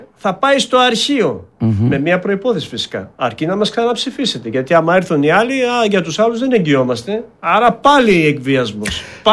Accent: Greece; Εμείς οι Έλληνες αγρότες

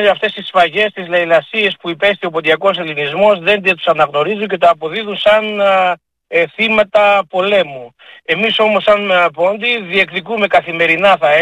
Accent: Pampalio, Western Greece, Greece; 19η Μαΐου το χωριό μου τον Παμπαλιό και γενικά την Έτωλο Ακαρνανία

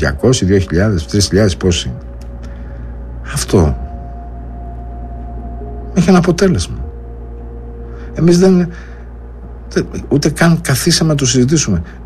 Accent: Greece; εμείς σαν Έλληνες πολίτες

